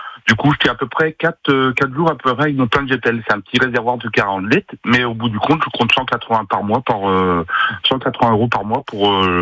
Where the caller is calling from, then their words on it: La Roche-Blanche, Pays de la Loire, France; moi, je viens de la Roche-Blanche.